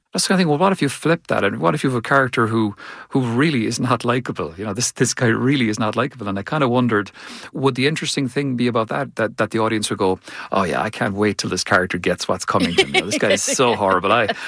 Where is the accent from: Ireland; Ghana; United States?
Ireland; Cork, Munster; We've in Shadow where I grew up, so I'm from Cork, which is in the southwest of Ireland. So it's a lovely place. It's beautiful and it's very quiet, and there's a nice, slow, peaceful quality of life there.